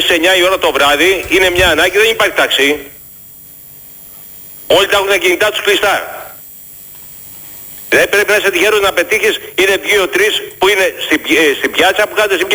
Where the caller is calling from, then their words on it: Megara, Attica, Greece; εδώ στα Μέγαρα